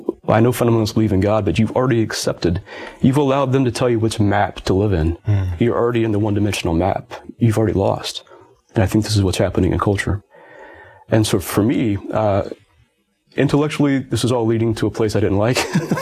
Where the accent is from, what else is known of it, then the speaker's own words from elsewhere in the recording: United States; But also I'm extremely American.